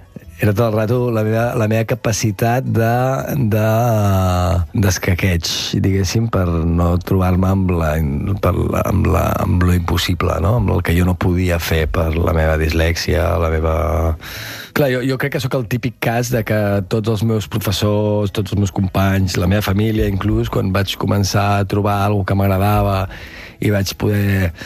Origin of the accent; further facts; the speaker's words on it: Catalonia, Spain; Jo sóc molt concretament d'un lloc. Si em diuen d'un soc, jo dic que sóc de l'Empordanet. Ei, m'hi sento molt. I sóc molt de poble, jo.